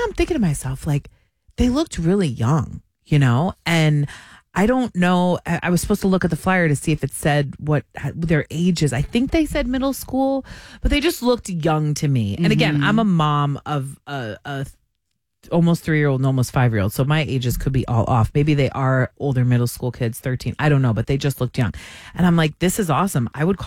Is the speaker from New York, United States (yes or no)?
no; Cape Cod, Massachusetts, United States; They had a beautiful beach home where I grew up in Cape Cod.